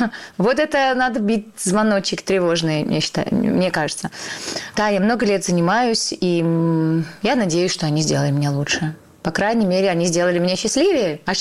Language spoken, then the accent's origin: Russian; Caucasus, Russia; born there; я иногда даже думаю, а почему так сложилось, что я родилась в России, на Кавказе?